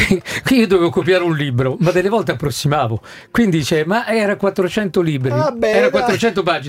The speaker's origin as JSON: {"language": "Italian", "town": "Naples", "region": "Campania", "country": "Italy", "said": "io lo dico da napoletano, io sono napoletano"}